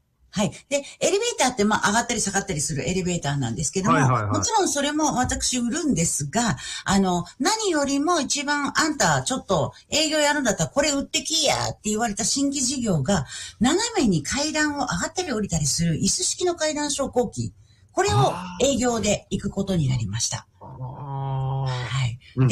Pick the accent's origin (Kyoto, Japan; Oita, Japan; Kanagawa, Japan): Kanagawa, Japan; Yokohama; 私もともとですね、まあ、横浜で生まれて育っております